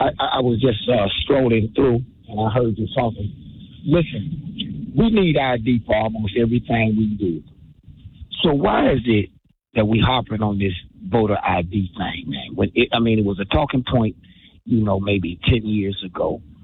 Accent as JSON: {"language": "English", "region": "Wisconsin", "country": "United States", "tie": "born or raised there", "said": "I hate to say that about my hometown"}